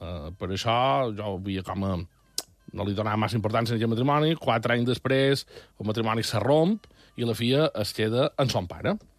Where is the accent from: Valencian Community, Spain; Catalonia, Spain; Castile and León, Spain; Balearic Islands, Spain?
Balearic Islands, Spain; Mallorca; Sí, som mallorquins centristes.